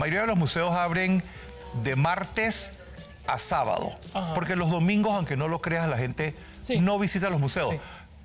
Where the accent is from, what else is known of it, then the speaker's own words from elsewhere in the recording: Panama; para mí, como panameño, como amante de la cultura y la historia